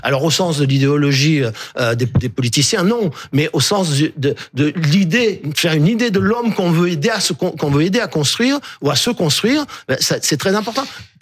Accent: Arles, Provence-Alpes-Côte d'Azur, France; une ville comme la mienne, qui est une ville de 50 000 habitants, parce que je suis né à Arles et j'y ai passé mon enfance

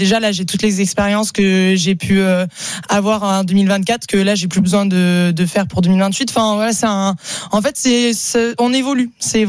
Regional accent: south of France, France; moi je viens du Sud, donc je suis quand même team l'OM.

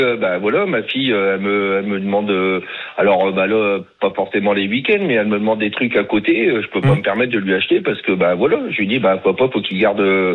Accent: France; moi, je suis un Français et je préfère payer mes factures

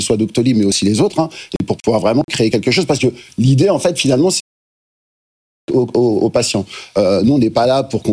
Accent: Lyon, Auvergne-Rhône-Alpes, France

